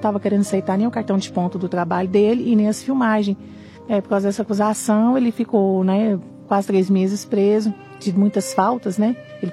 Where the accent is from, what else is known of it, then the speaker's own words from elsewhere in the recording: Goiânia, Goiás, Brazil; sou da cidade de Goiânia.